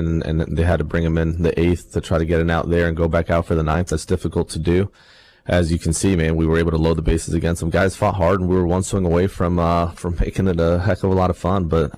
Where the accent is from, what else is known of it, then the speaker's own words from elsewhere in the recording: Miami, Florida, United States; from where we grew up in Miami